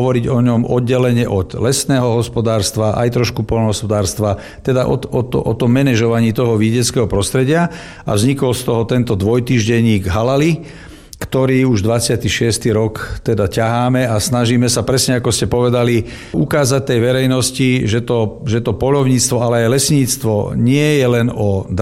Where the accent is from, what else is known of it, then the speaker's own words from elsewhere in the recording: Naháč, Trnava Region, Slovakia; also born or lived in Smolenice; Tak narodil som sa v Smoleniciach, lebo bola údajne taká zima, toľko snehu a záveje, že sa nedostala sanitka do Trnavy, tak som sa narodil v Smoleniciach